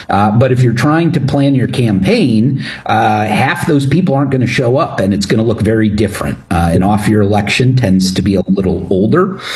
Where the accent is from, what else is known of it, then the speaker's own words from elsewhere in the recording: Illinois, United States; my home state, Illinois